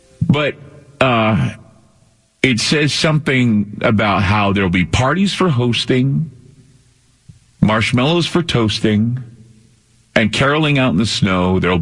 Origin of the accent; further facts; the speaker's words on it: Switzerland; also born or lived in Germany; now in Utah, United States; But see, our family is, you know, Swiss, and then of course we came from Switzerland, and then we moved to Zurich, and then we moved to Germany. And from Germany we came to the United States, and from the United States we came to Utah